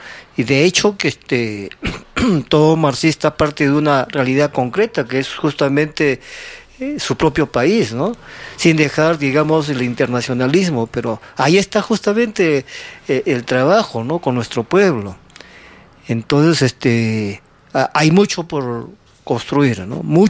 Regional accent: Peru

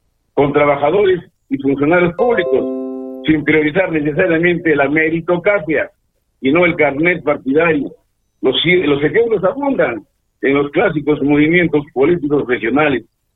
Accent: Arequipa, Peru

